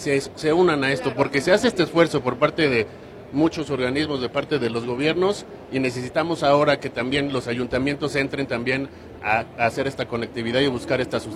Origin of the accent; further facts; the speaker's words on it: Puebla, Mexico; Somos una ciudad muy importante